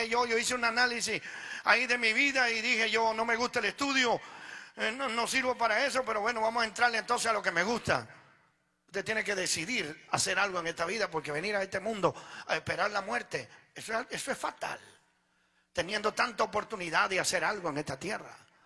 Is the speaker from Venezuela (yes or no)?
yes; Venezuela; born or raised there; moved away as an adult; also born or lived in Italy; now in Sacramento, United States